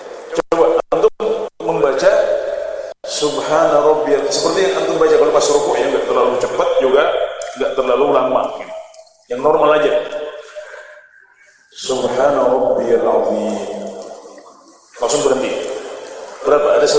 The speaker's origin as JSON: {"language": "Indonesian", "town": "Klaten", "region": "Central Java", "country": "Indonesia", "tie": "born or raised there", "said": "kalau saya karena di Jawa Tengah, kalau di daerah saya di Klaten dulu, kami pesolatan waktu kecil diajarinya"}